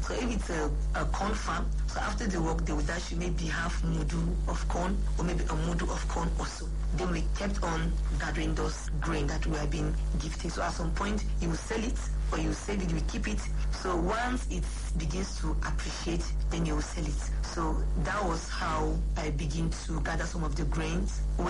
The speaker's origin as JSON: {"language": "English", "region": "Kaduna State", "country": "Nigeria", "tie": "born or raised there", "said": "yes, I'm Chawe by tribe, one of the minorities in Southern Kaduna. So I grew up in Damakasua, Southern Kaduna."}